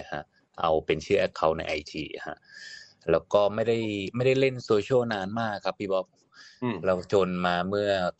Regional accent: Chiang Mai, Thailand; born there; accent: Northern Thai; ผมเกิดที่เชียงใหม่ครับแต่โดยอย่างกับคุณพ่อผมเป็นญี่ปุ่นเนาะส่วนคุณแม่ก็คุณตาเนี่ยพ่อของคุณแม่ก็จะเป็นคนเพชรบุรีครับ

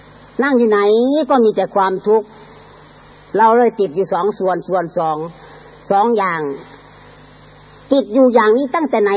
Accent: Isan, Thailand; ผมมาจากอีสานผมมาบำเพ็ญอยู่เชียงใหม่

